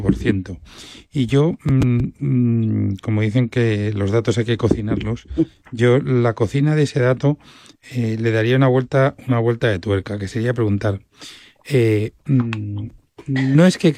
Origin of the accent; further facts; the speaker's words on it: Spain; soy español y España es esto, es tan simple como es.